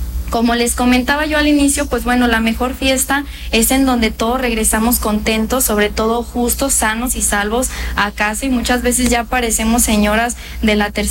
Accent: Mexico; la felicidad de todos nosotros como mexicanos.

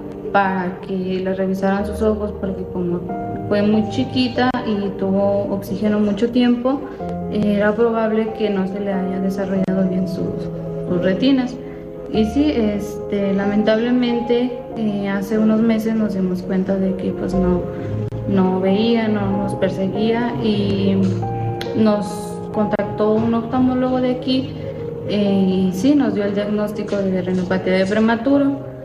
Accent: Durango, Mexico; yo no soy de Durango, soy de un rancho más para allá en Oya

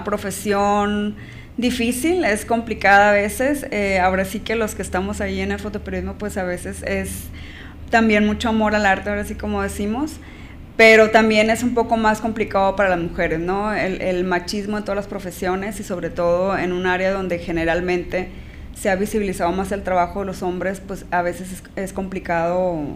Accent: Hidalgo del Parral, Chihuahua, Mexico; moved away; yo soy de aquí de Parral

